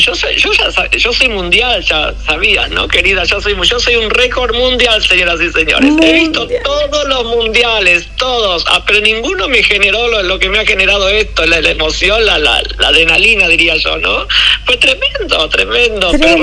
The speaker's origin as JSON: {"language": "Spanish", "town": "Rosario", "region": "Santa Fe", "country": "Argentina", "tie": "born or raised there", "moved": "yes", "said": "yo viví muchos años en mi juventud, en mi infancia, digamos, en Rosario."}